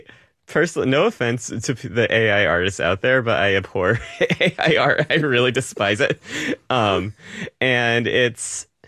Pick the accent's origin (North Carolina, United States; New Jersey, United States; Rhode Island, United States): Rhode Island, United States; I'm not from Boston, but I grew up in New England. I grew up in Rhode Island, so pretty close by.